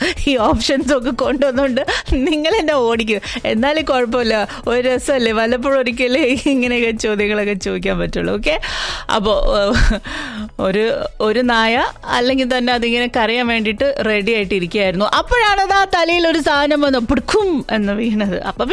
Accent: Kerala, India; മലയാളിയുടെ ആയതുകൊണ്ട് തന്നെ നമ്മുടെ മലയാളം പഴഞ്ചൊല്ലുകളൊക്കെ നമ്മൾ ഇഷ്ടം പോലെ കേട്ടാണ് വളർന്നത് അല്ലെ.

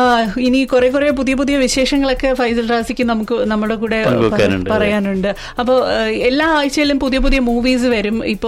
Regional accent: Thiruvananthapuram, Kerala, India; ഞങ്ങളുടെ തിരുവനന്തപുരത്ത് മരച്ചീനി എന്നാണ് പറയുന്നത്.

